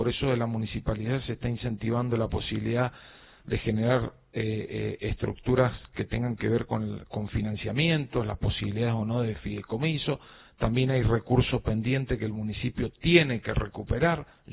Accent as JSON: {"language": "Spanish", "town": "San Rafael", "region": "Mendoza", "country": "Argentina", "said": "todos los que tenemos algún cargo institucional, político, que somos de San Rafael"}